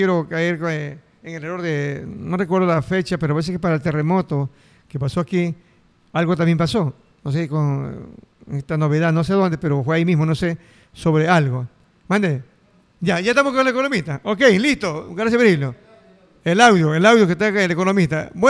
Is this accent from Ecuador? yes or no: yes; Ecuador